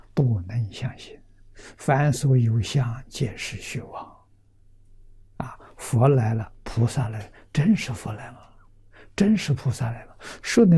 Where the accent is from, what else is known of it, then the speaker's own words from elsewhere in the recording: Fujian, China; born there; moved away; 我小时候在福建住过6年